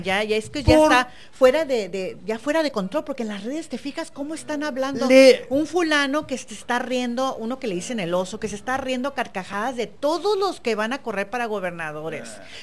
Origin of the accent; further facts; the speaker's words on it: Mexico; somos mexicanos y tenemos que nosotros estar con México.